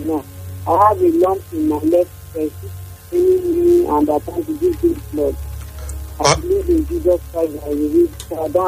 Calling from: Oluku, Edo, Nigeria; I'm calling from Oluku.

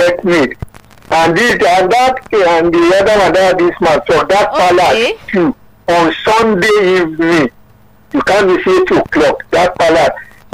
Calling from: Abuja, Federal Capital Territory, Nigeria; From Abuja.

